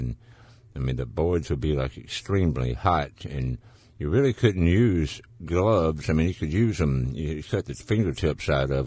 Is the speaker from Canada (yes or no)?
no; Laurel, Mississippi, United States; I worked a couple of summers while I was in college at the Masonite plant there in my hometown of Laurel, Mississippi